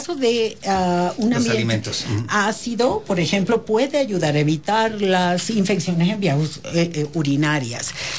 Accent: Tabasco, Mexico; born or raised there

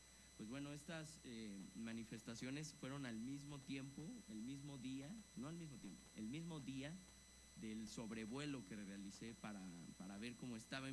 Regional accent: Mexico; todos somos mexicanos, todos estamos en este mismo país

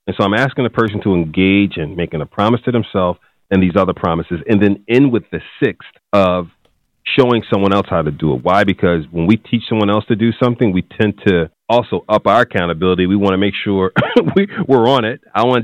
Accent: Philadelphia, Pennsylvania, United States; Well, you know, North Philly was tough back then. 8th and Butler was considered at that time, man, the drug capital of the world, at least the United States.

